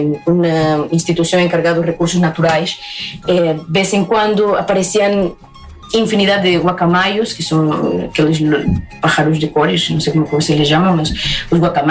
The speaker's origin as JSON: {"language": "Portuguese", "town": "Pucallpa", "region": "Ucayali", "country": "Peru", "said": "Mas sim, e por acaso, de onde eu sou, que é Pucallpa, é o rio Ucayali."}